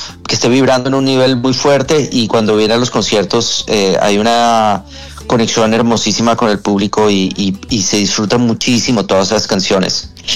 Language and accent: Spanish; Colombia; now in Miami, United States; yo soy colombiano